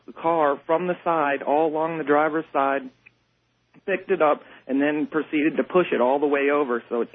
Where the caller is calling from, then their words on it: Akron, Ohio, United States; I'm calling out of Akron, Ohio, WTAM 1100.